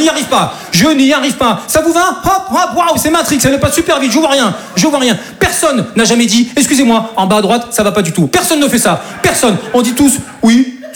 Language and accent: French; Southern France, France; Je dis ça parce que moi, je viens du sud de la France. Et chez nous, c'est un peu plus tranquille, quoi.